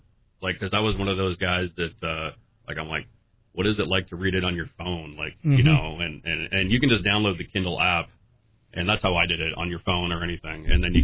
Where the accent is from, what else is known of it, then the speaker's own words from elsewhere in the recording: Pacific Northwest, United States; I grew up on the Pacific Northwest, and we lived near the ocean